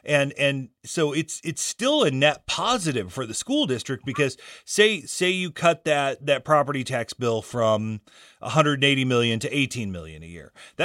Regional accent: Illinois, United States; isn't going to work where I grew up in Iroquois County

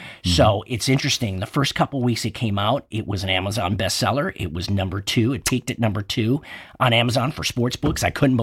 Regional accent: Illinois, United States; I remember growing up in the Chicago suburbs

